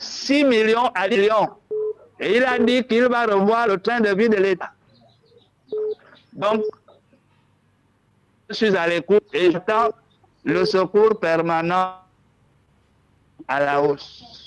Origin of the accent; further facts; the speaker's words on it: Gabon; Nous sommes des Gabonais. Nous voulons aussi survivre.